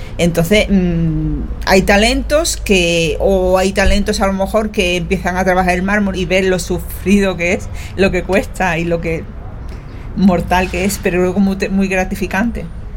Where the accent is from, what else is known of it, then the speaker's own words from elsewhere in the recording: Cádiz, Andalusia, Spain; El ser reconocida en mi tierra.